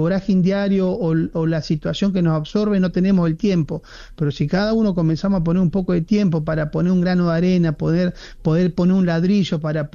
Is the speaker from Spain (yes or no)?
no; Argentina; ¿Cuándo Argentina, te das cuenta que soy argentino?